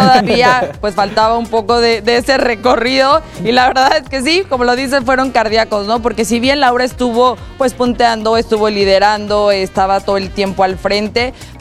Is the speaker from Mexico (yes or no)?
yes; Mexico